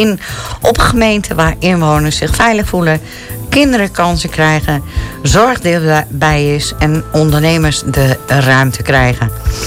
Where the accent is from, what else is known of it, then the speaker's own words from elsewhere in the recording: Friesland, Netherlands; born there; moved away; Ja, ik kom uit Friesland.